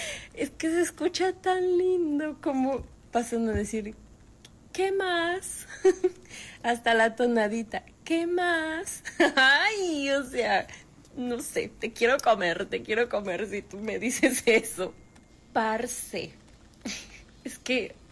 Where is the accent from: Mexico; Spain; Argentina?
Mexico; now in Colombia; Porque soy mexicana.